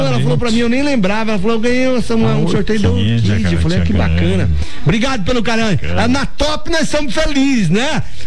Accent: Fátima do Sul, Mato Grosso do Sul, Brazil; also born or lived in Dourados; nasci naquela região, né? Nasci em Fátima do Sul. Né? Na verdade, nasci em Dourados

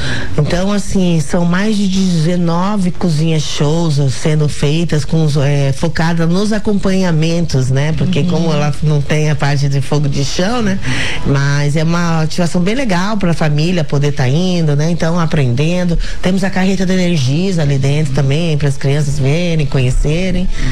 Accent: Campo Grande, Mato Grosso do Sul, Brazil; moved away as an adult; also born or lived in São Paulo; E eu voltei a Campo Grande, sou de Campo Grande, né?

